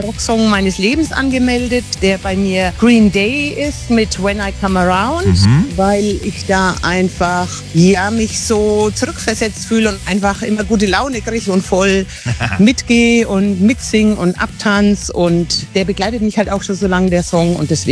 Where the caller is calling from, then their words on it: Brückenhausen am Main, Bavaria, Germany; Ich komme aus Brückenhausen am Main im schönen Unterfranken.